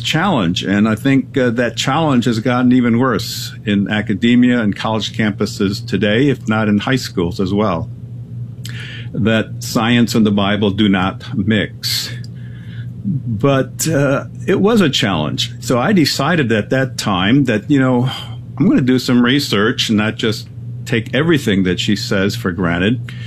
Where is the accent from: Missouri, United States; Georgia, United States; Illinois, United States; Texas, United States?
Illinois, United States; Chicago; also born or lived in Cologne, Germany; I was born in Germany in Cologne, the big cathedral city. But when I was about 2 or 3 months old, I said to my mom, let's go see America. And she wanted to see America too. So my dad took us all, the three of us, immigrated to Chicago.